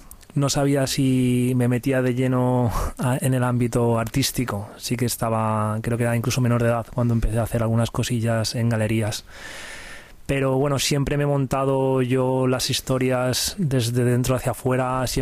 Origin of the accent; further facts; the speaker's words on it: Palma, Balearic Islands, Spain; Mi mare periodista, escritora... Mi madre de Madrid, mi padre canario, por eso soy mallorquín, pero no lo he hablado nunca en casa, aunque lo entiendo perfectamente.